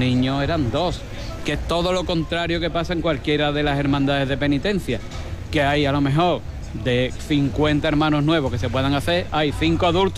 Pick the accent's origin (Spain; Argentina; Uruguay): Spain; Ayamonte, Andalusia; todos los ayamontinos, una ciudad tan cofrade como somos nosotros